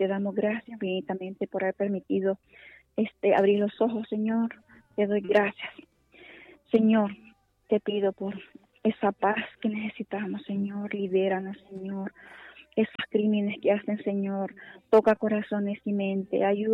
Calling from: Minas de Oro, Comayagua, Honduras; Mina de Oro, Comayagua

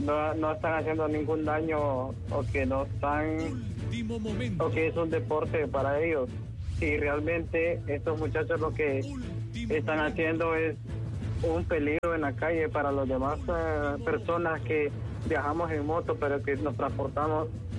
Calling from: Tegucigalpa, Francisco Morazán, Honduras; De aquí de Barrio Casamata.

